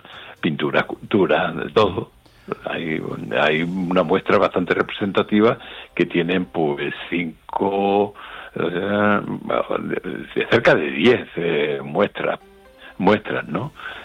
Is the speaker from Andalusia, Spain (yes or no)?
yes; Cádiz, Andalusia, Spain; Y soy de Cádiz, y de pronto me entero de cosas que no...